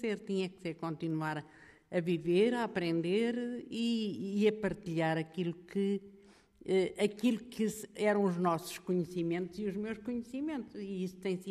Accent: Miuzela do Côa, Guarda, Portugal; now in Fundão, Portugal; Sou natural do Conselho de Almeida, da Freguesia de Miozela do Coa. E estou no Fundão há 51 anos.

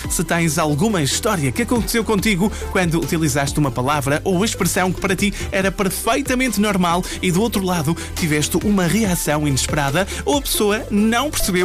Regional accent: Barcelos, Norte, Portugal; also born or lived in Coimbra; estudei em Coimbra, sou do Norte, mais concretamente de Barcelos, e tenho expressões, como tu também tens, que são características da tua região, também do Norte

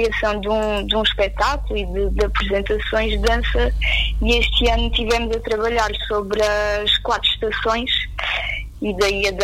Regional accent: Abrantes, Santarém, Portugal; also born or lived in Switzerland; Que eu, na altura, vim da Suíça, formei-me lá como bailarina, intérprete em dança contemporânea, e quando cheguei cá a Abrantes achei que realmente a nossa cidade estava a precisar

